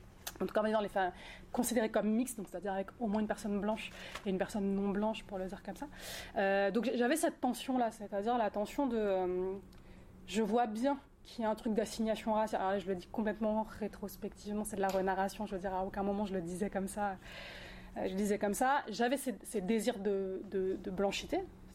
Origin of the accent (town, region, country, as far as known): Brittany, France; born or raised there